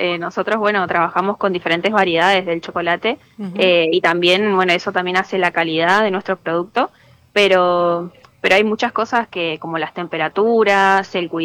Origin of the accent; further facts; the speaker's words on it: San Juan, Argentina; Somos de San Juan